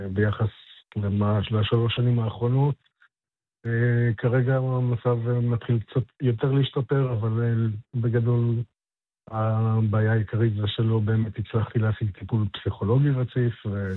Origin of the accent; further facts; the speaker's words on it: Northern Israel, Israel; אנחנו מהצפון